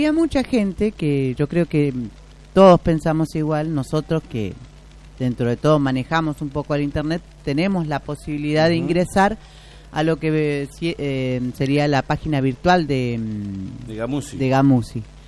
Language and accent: Spanish; Argentina; Y yo era como buena argentina.